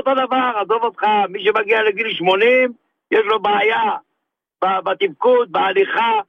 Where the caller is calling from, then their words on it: Rishon LeZion, Central District, Israel; אני מראשון לציון, ליד בת ים. ליד לים.